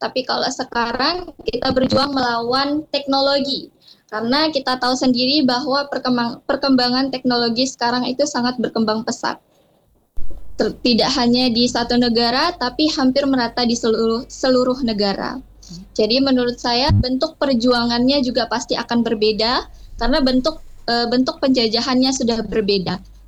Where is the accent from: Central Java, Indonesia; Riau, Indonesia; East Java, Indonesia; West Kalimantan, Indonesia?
West Kalimantan, Indonesia; Sanggau; now in Pontianak, Indonesia; kebetulan saya juga mahasiswa yang bukan dari daerah saya sendiri, karena saya aslinya dari Kabupaten Sanggau.